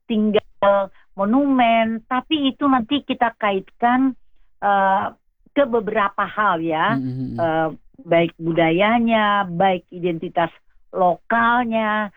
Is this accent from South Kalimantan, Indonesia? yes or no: no; Balige, North Sumatra, Indonesia; Balige, di kampungku juga nih.